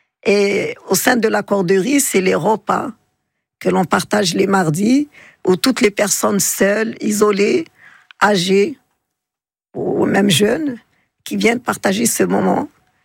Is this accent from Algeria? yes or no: yes; Algeria; now in Grenoble, France; je viens d'Algérie